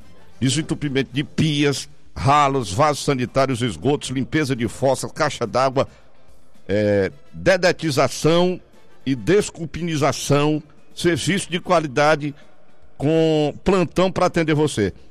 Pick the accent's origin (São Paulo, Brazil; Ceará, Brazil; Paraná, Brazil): Ceará, Brazil; Ipu; Sou lá do Ipu, pertinho do quintal do Ipu.